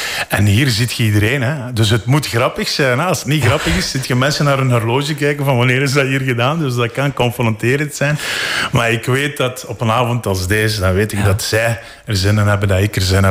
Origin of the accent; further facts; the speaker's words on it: Flanders, Belgium; now in Brussels, Belgium; Ja, Limburg is voor mij thuiskomen.